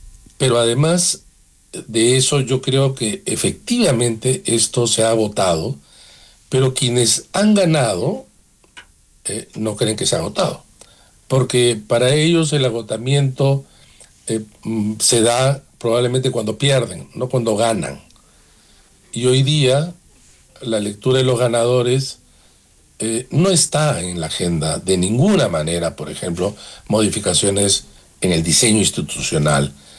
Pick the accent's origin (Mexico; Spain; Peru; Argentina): Peru